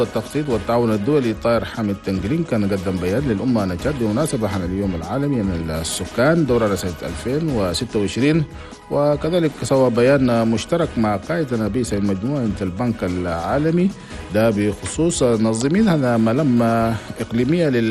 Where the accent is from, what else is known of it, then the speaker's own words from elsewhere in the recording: Chad; انت الحكومة هنا بلدنا تشاد. في فندق نوفوتيل هنا في العاصمة نجمينا